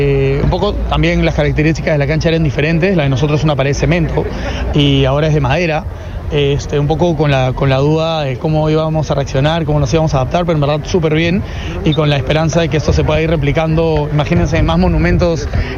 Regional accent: Lima, Peru

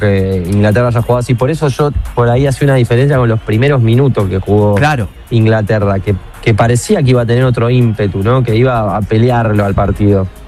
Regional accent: Argentina; a nosotros como argentinos y por cómo somos, creo que nos encanta, ¿no?

